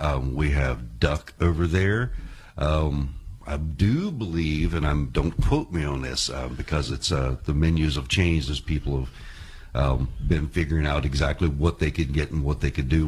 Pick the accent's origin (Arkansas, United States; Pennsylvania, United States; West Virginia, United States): West Virginia, United States; I mean, as West Virginians, we mostly grew up from our gardens and from, where I grew up in Mason County, it was farm country.